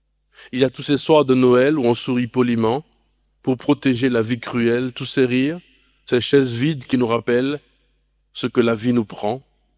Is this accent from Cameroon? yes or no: no; Martinique